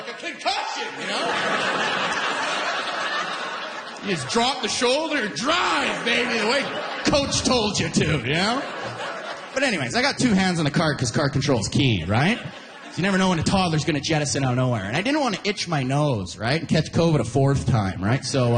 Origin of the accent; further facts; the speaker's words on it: Alberta, Canada; I lost 3 friends just because I'm from Alberta.